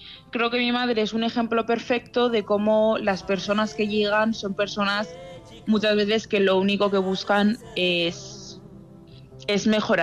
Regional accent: Spain; tanto las personas que somos españolas

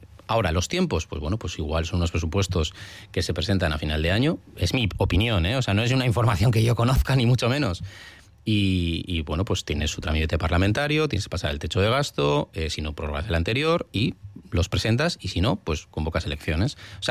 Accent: Basque Country, Spain; yo soy una persona de orden, como buen vasco

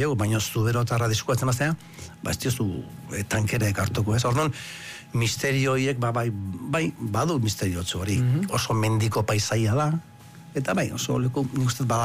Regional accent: Lasarte, Basque Country, Spain; also born or lived in Ondarroa; sortu nintzen Bizkaian Ondarrun, bai, baina gali ez dut inoiz esate, baina Gipuzkura etorri nintzen Lasartera, ni 8 urte nitxula

